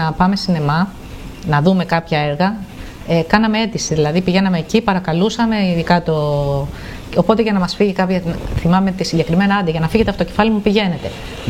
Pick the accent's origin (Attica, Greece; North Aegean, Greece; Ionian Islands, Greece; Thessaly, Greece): North Aegean, Greece; Vrontados; born there; also born or lived in Chios town; μέχρι την τρίτη γυμνασίου, πήγαινα στο Βροντάδο με το λεωφορείο.